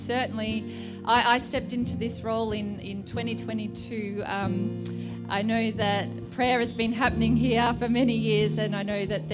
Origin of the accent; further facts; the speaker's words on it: Melbourne, Victoria, Australia; I'm from Melbourne